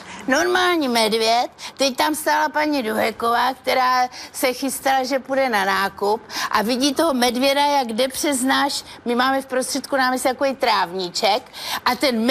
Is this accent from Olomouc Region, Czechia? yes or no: no; Broumov, Hradec Králové Region, Czechia; born there; also born or lived in Nowa Ruda (Neurode), Poland; Já jsem se narodila za války, teda za druhý světový války. A tam jsme se přistěhovali v 46., když jsme zjistili, že jsme Češi. A vlastně tam pobýváme až doteď. V Broumově. A Broumov teda, nechci to nějak vychvalovat, ale je to čarokrásný, nádherný město